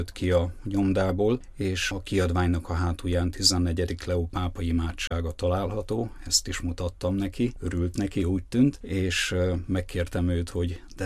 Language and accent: Hungarian; Gyöngyösfalu, Vas, Hungary; moved away; Én most is ott vagyok otthon, Gyöngyösfaluba, ott lakik édesanyám